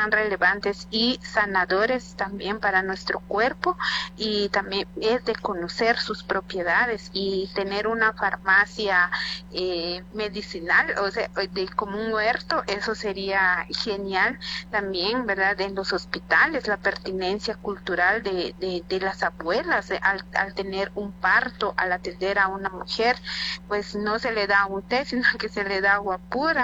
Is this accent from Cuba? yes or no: no; San Pedro La Laguna, Sololá, Guatemala; yo soy de San Pedro de la Laguna.